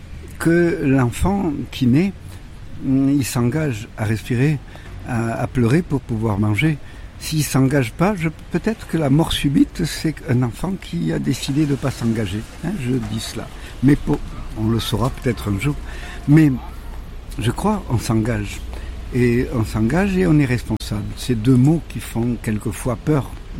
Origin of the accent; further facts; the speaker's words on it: Nice, Provence-Alpes-Côte d'Azur, France; l'été, ma mère était d'un village, d'ailleurs où j'habite toujours quand j'y vais l'été, au nord de Nice